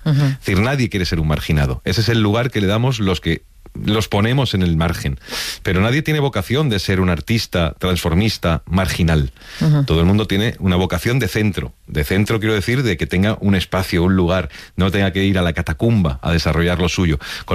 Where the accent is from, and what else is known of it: Spain